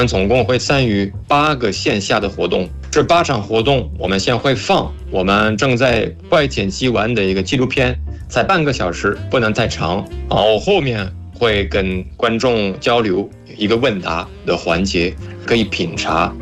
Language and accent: Chinese; France; Chinese is a second language; moved away as an adult; now in China; 我作为一个法国人，